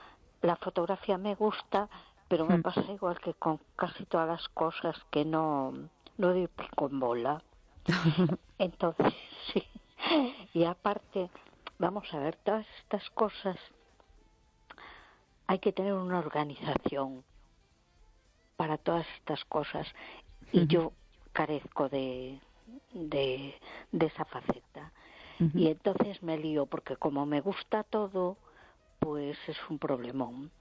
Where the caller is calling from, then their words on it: A Coruña, Galicia, Spain; de Coruña.